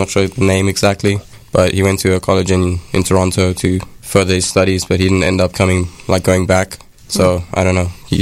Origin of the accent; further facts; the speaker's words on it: Pretoria, Gauteng, South Africa; moved away as an adult; now in Wayne, United States; I'm from South Africa, Pretoria, South Africa, to be specific, yeah.